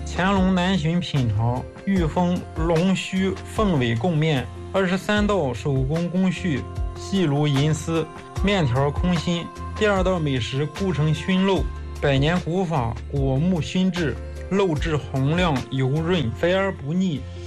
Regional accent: Hengshui, Hebei, China; 我为我的家乡衡水市故城县代言。

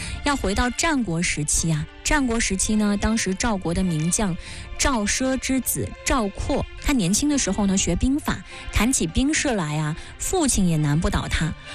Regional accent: China

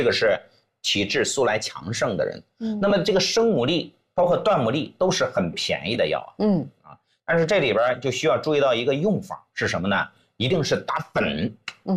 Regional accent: China; 韩国人的压力实际上比我们中国人的压力要大，

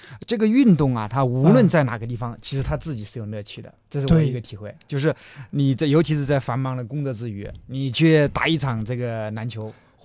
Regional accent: Hubei, China; moved away as an adult; also born or lived in Beijing; 我们老家嘛在江汉平原汉江边上，长江最大的支流

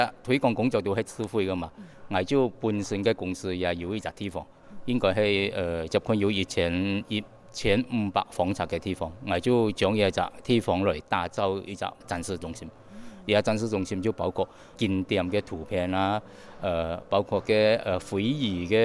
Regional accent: Malaysia; 仲有我哋马来西亚人识款喜欢系一样东西，客家酿酒。

